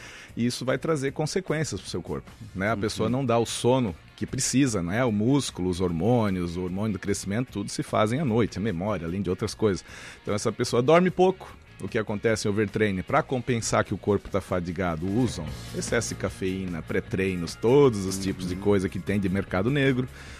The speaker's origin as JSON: {"language": "Portuguese", "country": "Brazil", "said": "A gente é brasileiro, né?"}